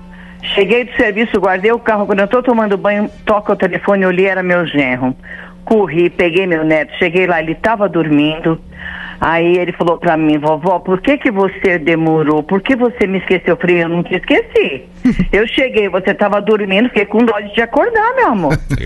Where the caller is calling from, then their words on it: São Paulo, Brazil; sou daqui do Vila Franco, São Paulo.